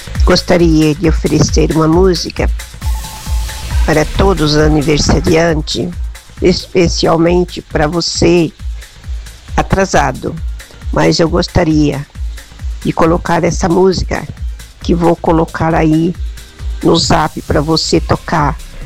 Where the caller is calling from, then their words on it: Brazil; Eu sou daqui da Aparecidinha 2.